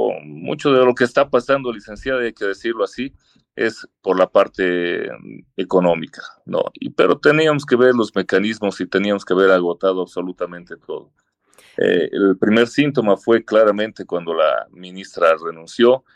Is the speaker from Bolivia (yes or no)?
yes; Bolivia; Creo que todos somos bolivianos